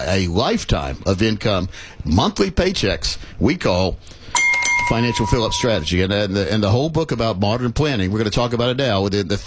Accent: North Carolina, United States; I grew up in North Carolina, too, so we used to go to Myrtle Beach, and I was closer to Myrtle Beach. I was down towards the North Carolina-South Carolina border back in the day

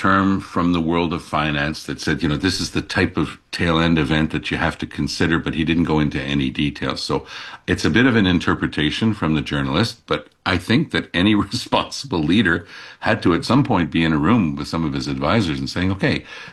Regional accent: Canada; but we would basically just open the door and say welcome, because we're Canadian, eh?

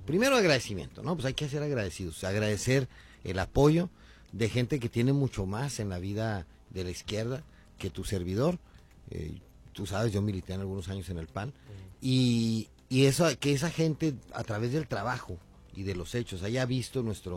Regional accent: Ciudad Juárez, Chihuahua, Mexico; Juárez, aparte pues de que es mi tierra y yo la quiero mucho y la amo profundamente esta ciudad, pues aquí también estamos muchos juarenses, muchos chihuahuenses

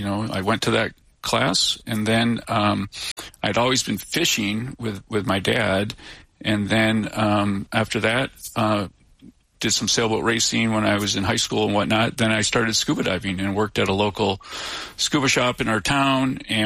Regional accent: Midwest, United States; moved away as an adult; now in Seattle, United States; I grew up in the Northern Great Lakes on the North Shore of Lake Michigan.

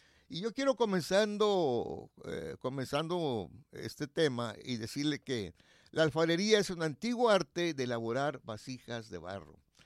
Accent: Xicoténcatl, Tamaulipas, Mexico; moved away; Cuando yo vivía allá en mi pueblo, allá en Jicotenca, el Tamaulipas

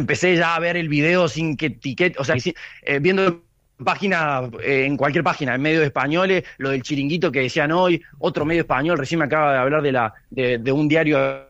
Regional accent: San Francisco, Córdoba, Argentina; now in Barcelona, Spain; él es periodista, nosotros somos de San Francisco, y él es el jefe de prensa del Club Sportivo Belgrano

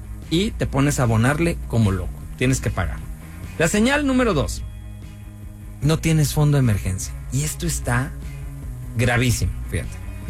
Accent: Guadalajara, Jalisco, Mexico; now in Culiacán, Mexico; Yo soy de Guadalajara, pero me fui a Culiacán porque eso, había bonanza, estaba todo muy chido.

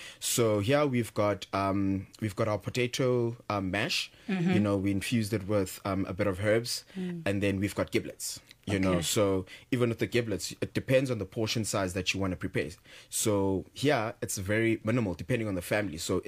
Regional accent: Soweto, Gauteng, South Africa; I'm born and bred in Middleland, Soweto.

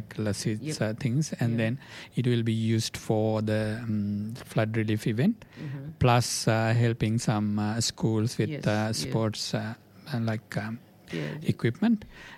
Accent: Central Province, Sri Lanka; now in Australia; close to my hometown in the upcountry mm. or like a hilly area in Sri Lanka, like Central Hills.

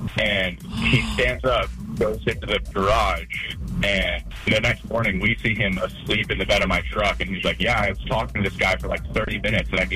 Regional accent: Colorado, United States; I grew up in Colorado in my just kind of household home.

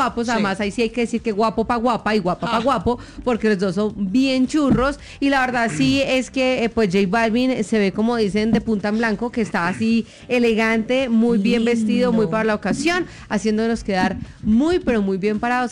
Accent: Colombia

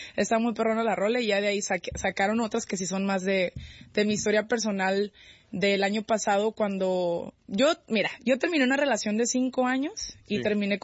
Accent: Mexico; pues ya sabes cómo somos los mexicanos.

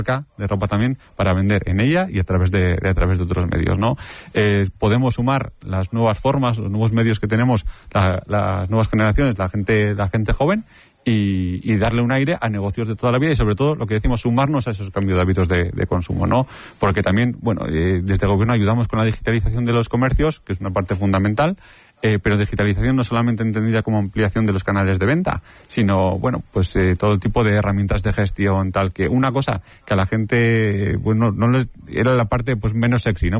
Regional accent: Estella, Navarre, Spain; Sí, pues sí, precisamente en Estella, pues muy ligada al comercio, ¿no?

